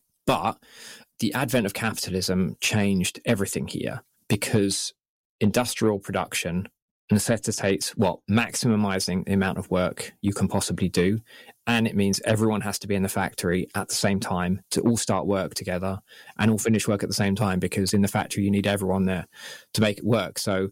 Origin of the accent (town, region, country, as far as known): England, United Kingdom